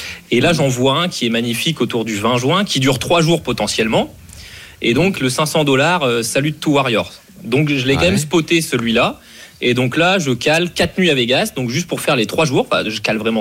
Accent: Brittany, France; je viens de la même région, je suis breton aussi.

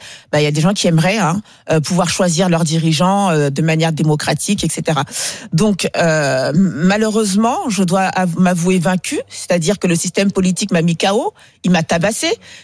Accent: France; En tout cas, en tant que Française, ce n'est pas le second tour que je veux.

